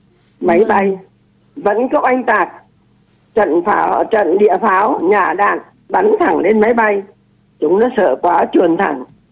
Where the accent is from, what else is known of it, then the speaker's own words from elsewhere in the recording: Thai Hoa, Nghệ An, Vietnam; Quê tôi ở Bình Lục, Hà Nam, bố mẹ tôi vào sinh sống ở Thái Hòa, Nghệ Đàn, Nghệ An. Tôi được sinh ra và lớn lên trên đất Nghệ.